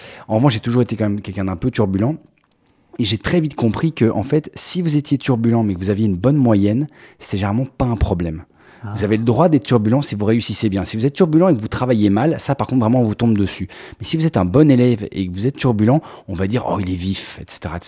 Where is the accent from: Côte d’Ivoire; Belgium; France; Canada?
Belgium; Brussels, Brussels-Capital Region; j'ai grandi en Belgique. Alors, je suis franco-belge, mais j'ai toujours vécu ici. J'ai fait mes études à Bruxelles et en banlieue bruxelloise, à Rode-Saint-Genèse.